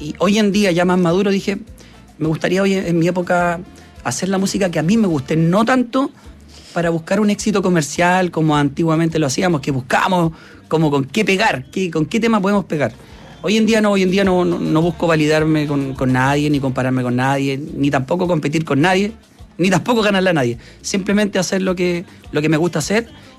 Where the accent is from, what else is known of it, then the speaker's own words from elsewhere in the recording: Quinta Normal, Santiago Metropolitan Region, Chile; now in Lampa, Chile; la región metropolitana, Santiago. Santiago, sí. Hoy en día resido en la comuna de Lampa, pero fui nacido y criado en Quinta Normal. La gloriosa comuna de Quinta Normal.